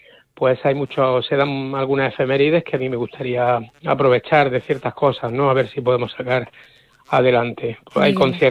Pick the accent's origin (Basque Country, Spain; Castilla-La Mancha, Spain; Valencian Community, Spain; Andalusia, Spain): Andalusia, Spain; Motril; nosotros somos motrileños para motrileños